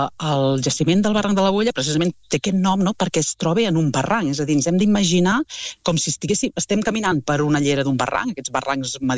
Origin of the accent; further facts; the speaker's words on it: Tarragona, Catalonia, Spain; now in Burgos, Spain; jo estic a Tapuerca, però pels que som de Tarragona, de la zona de Tarragona, de la Costa Daurada